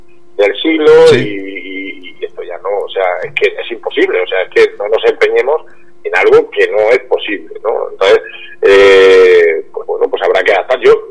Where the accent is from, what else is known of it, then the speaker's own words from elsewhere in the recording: Caravaca de la Cruz, Region of Murcia, Spain; Me siento muy orgulloso de mi pueblo